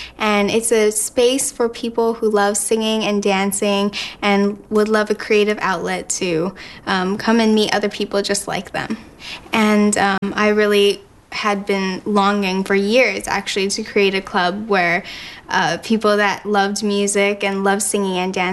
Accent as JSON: {"language": "English", "town": "Honolulu", "region": "Hawaii", "country": "United States", "said": "I'm 17 years old. I'm from Honolulu, Hawaii."}